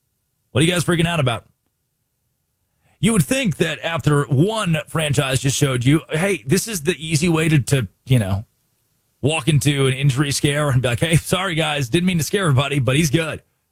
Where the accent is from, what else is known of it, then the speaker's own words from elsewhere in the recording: Valonia, Arkansas, United States; Where I grew up in Valonia, Arkansas. That was benign within itself.